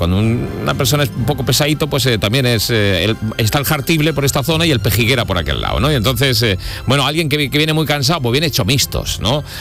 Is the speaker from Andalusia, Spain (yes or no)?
yes; Jaén, Andalusia, Spain; Las expresiones típicas. En Jaén, por ejemplo, en mi tierra se dice la vística.